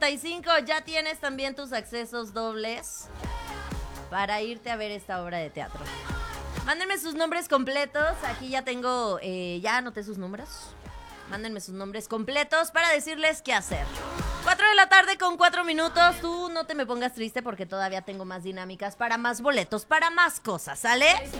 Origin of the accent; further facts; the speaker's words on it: San Luis Potosí, Mexico; also born or lived in Coahuila; Somos potosinos